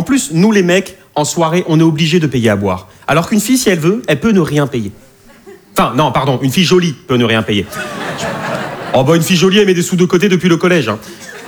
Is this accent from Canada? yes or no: no; Nouvelle-Aquitaine, France; je viens du bassin d'Arcachon.